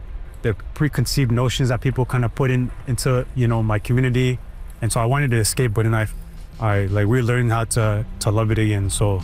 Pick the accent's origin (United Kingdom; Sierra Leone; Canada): Canada; Toronto, Ontario; I was born and raised in St. Jamestown my whole life. So yeah, it's a place that just means a lot to me.